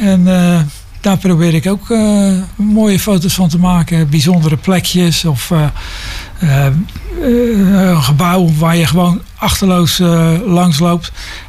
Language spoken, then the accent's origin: Dutch; Vlaardingen, South Holland, Netherlands; also born or lived in Singapore; Uiteraard Vlaardingen, want ja, dat is toch de stad waar ik vandaan kom. En ik zie hier mooi staan Omroep Wetering. Nou, ik ben geboren in de Weteringenstraat.